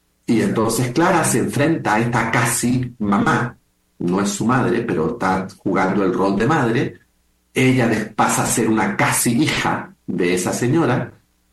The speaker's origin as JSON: {"language": "Spanish", "country": "Chile", "also_born_or_lived": "Mexico / New York / Puerto Rico / Miami", "moved": "yes", "lives_now": "Barcelona, Spain", "said": "A ver, soy un escritor chileno que ha vivido en muchos países. Viví muchos años en México, muchos años de México. Después me fui a vivir a Nueva York, de Nueva York me fui a vivir a Puerto Rico"}